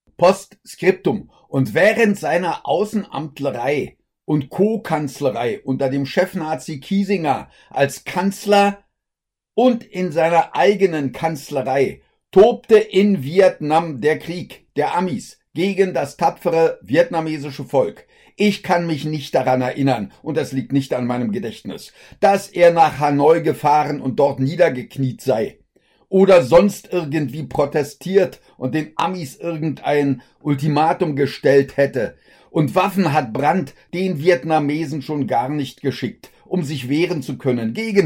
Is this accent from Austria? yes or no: no; Berlin, Germany; Und ich als Berliner habe diese Miesquatschnamen sowieso nicht benutzt.